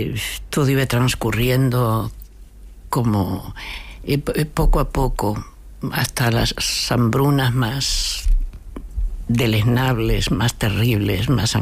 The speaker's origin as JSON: {"language": "Spanish", "country": "Argentina", "tie": "born there", "moved": "yes"}